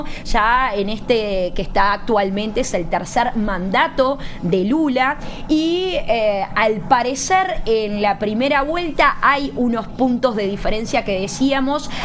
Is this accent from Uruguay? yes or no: yes; Uruguay; now in Caracas, Venezuela; soy uruguaya, pero vivo en Caracas, Venezuela.